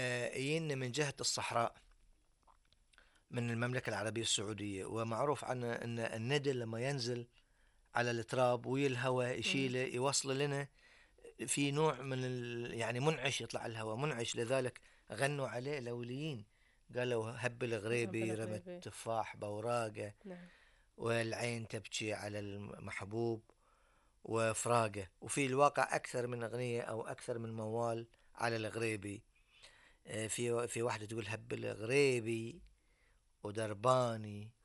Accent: Bahrain; احنا نسميها معروفه عندنا في البحرين

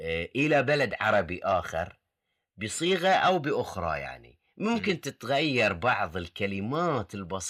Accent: Bahrain; عندنا في البحرين

